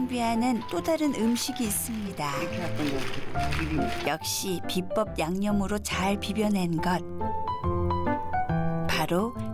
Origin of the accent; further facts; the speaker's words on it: Mokpo, South Jeolla, South Korea; 신한 민어 맛은 저도 잘 알죠. 제 고향이 목포니까요.